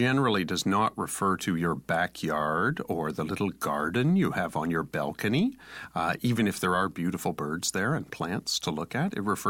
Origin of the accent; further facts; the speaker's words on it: Canada; now in Taiwan; because Canadians tend to identify with the northernness of our environment.